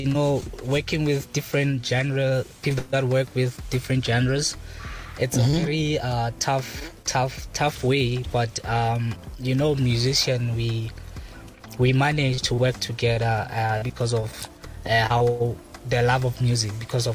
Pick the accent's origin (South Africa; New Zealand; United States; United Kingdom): South Africa; Kasi, Western Cape; How about I say Chronicle Deep and just bring it back to Kasi, because I'm a dude from Kasi.